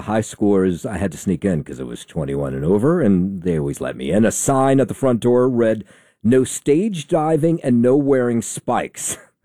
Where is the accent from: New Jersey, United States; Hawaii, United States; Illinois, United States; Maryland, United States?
New Jersey, United States; Trenton; when you don't grow up in New York City, which I did not, my hometown is Trenton, New Jersey